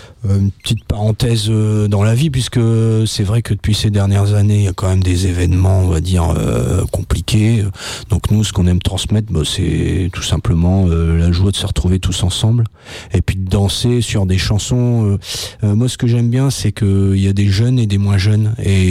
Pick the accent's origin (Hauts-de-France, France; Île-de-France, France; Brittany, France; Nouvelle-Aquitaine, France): Hauts-de-France, France; Vignacourt; je viens de la vallée de la Nièvre, et puis j'ai fait toute mon enfance à Vignacourt